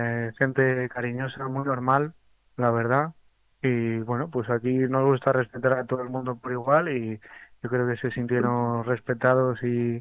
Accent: Madrid, Community of Madrid, Spain; yo soy de Antón Martín, del centro de Madrid.

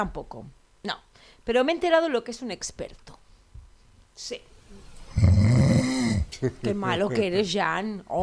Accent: L'Hospitalet de Llobregat, Catalonia, Spain; Yo me crié en Hospitalet de los 70 y de los 80

